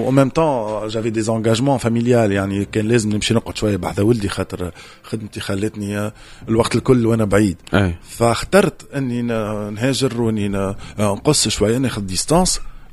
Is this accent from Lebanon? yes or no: no; Tunisia; واحدة من احلى الممثلات اللي عندنا في تونس.